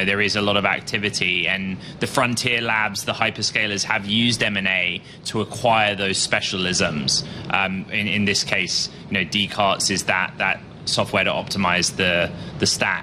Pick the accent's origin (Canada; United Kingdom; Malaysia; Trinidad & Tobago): United Kingdom; moved away as an adult; now in United States; as a British person who's lived in the States for almost a decade